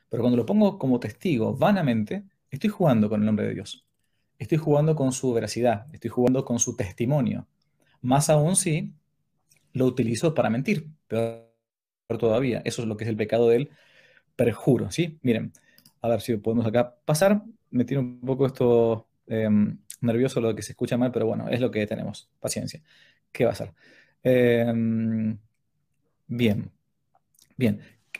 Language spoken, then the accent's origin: Spanish; Argentina; moved away; yo me quedé como hispanoamericano, argentino.